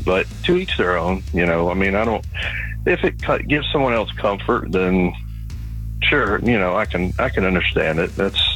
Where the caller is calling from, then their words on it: Loganville, Georgia, United States; I'm in Loganville.